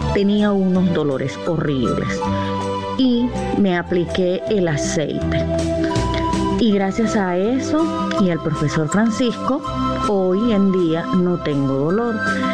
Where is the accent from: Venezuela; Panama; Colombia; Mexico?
Panama; La Chorrera, Panamá Oeste; soy de Chorrera.